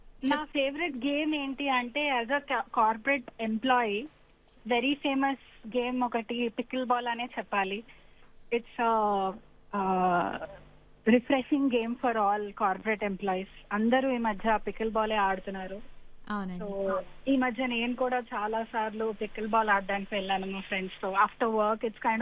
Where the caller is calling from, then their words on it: Hyderabad, Telangana, India; నేను హైదరాబాద్ నల్లకుంట నుంచి మాట్లాడుతున్నాను.